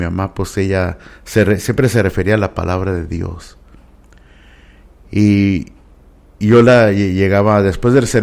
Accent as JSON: {"language": "Spanish", "country": "United States", "tie": "born or raised there", "said": "No, yo nací aquí en los Estados Unidos."}